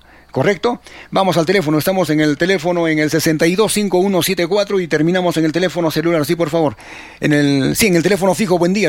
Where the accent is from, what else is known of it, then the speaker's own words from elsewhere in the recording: Arequipa, Peru; Como somos arequipeños, bueno, somos arequipeños. Nosotros, por ejemplo, bien nacidos en Arequipa